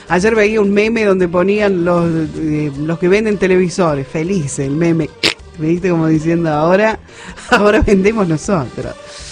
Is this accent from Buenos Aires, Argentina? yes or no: no; Villa Mercedes, San Luis, Argentina; de Villa Mercedes y aquí está mi cábala.